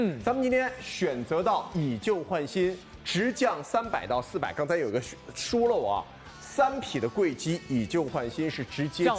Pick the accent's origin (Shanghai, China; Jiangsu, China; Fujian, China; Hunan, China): Shanghai, China